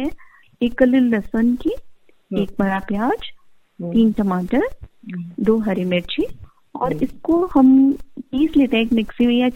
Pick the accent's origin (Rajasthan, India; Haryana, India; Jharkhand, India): Rajasthan, India; now in Bangalore, India; दाल बाटी के साथ हम राजस्थानी लोगों को कुछ तो चटकारा चाहिए